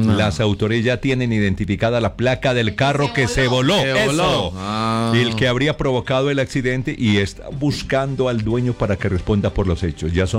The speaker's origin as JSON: {"language": "Spanish", "town": "Concordia", "region": "Antioquia", "country": "Colombia", "said": "Vea este otro de Concordia, mi tierrita, pero no fue arriba en el pueblo, sino en la carretera que va de Bolombolo."}